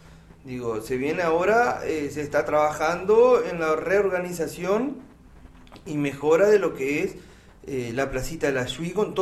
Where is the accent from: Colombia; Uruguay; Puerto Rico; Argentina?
Uruguay; en el barrio San José, Fátima, ahí donde yo nací y me crié